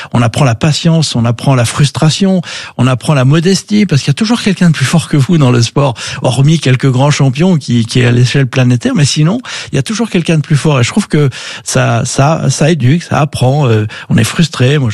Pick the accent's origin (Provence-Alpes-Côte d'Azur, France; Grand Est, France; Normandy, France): Grand Est, France; Reims; born there; also born or lived in Arcachon / Provence; Moi, je suis né à Reims, mais de passage, j'aurais pu naître ailleurs. Puis on a vécu sur la façade atlantique, sur le bassin d'Arcachon, en Provence.